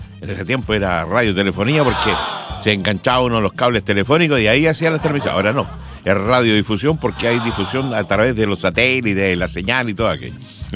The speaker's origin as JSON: {"language": "Spanish", "town": "Padre Hurtado", "country": "Chile", "said": "¿Somos o no somos solidarios los chilenos? Con todo ese ejemplo que nos dejó el padre Alberto Hurtado Cruchaga. Y ay, ¿verdad? Pues yo vivo cerca. Allá en mi tierra, ya vio ahí en Padre Alberto Hurtado."}